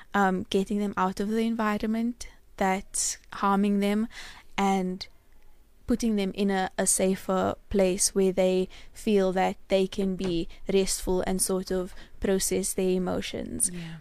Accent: South Africa; as South African women

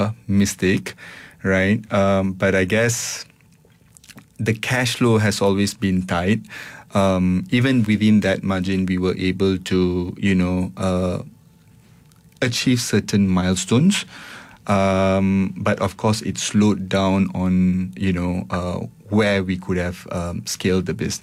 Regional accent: Seremban, Negeri Sembilan, Malaysia; I'm born and bred in Seremban

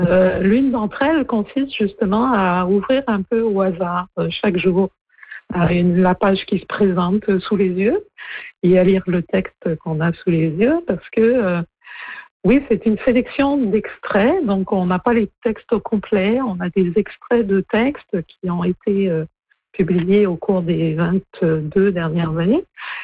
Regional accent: Brittany, France; now in Canada; quand on vient de Bretagne, c'est assez marquant.

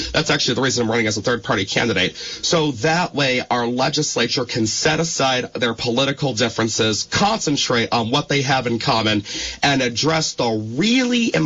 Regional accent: Rutland, Vermont, United States; My very first one was recorded at Peg TV of Rutland City, of all places, my hometown of Rutland County.

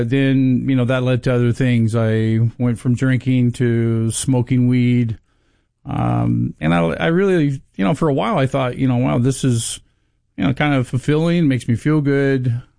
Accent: Torrance, California, United States; born there; yeah, I was born down in Torrance, California.

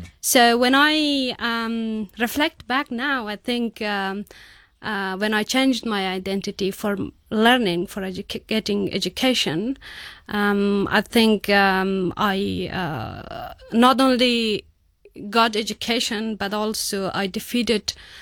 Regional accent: Bamyan, Afghanistan; English is a second language; I grew up in the Taliban first rule in a very rural area in Bamyan province. I'm coming from Hazara community.

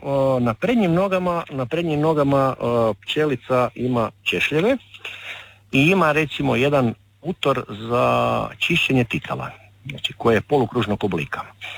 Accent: Primorje-Gorski Kotar County, Croatia

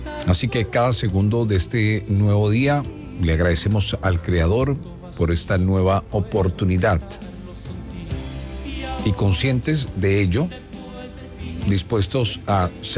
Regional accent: Colombia

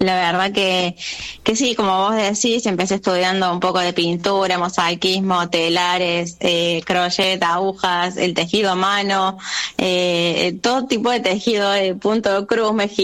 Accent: Argentina; con la idea de radicarme en donde soy, ¿no? De la Argentina, de apostar a la Argentina, de proyectar en mi país

